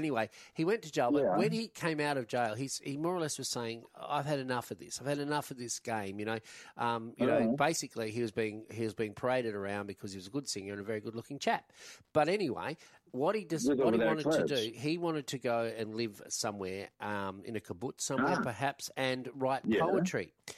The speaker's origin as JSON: {"language": "English", "town": "Geraldton", "region": "Western Australia", "country": "Australia", "tie": "born or raised there", "said": "I grew up in Geraldton"}